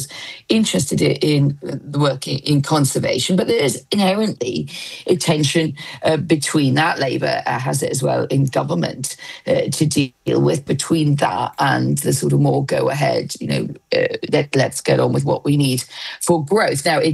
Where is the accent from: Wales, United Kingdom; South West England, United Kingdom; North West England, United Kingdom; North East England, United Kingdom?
North East England, United Kingdom; when I grew up in County Durham.